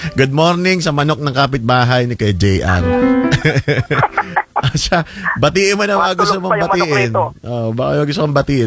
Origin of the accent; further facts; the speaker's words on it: Lopez, Calabarzon, Philippines; sa amin sa Lopez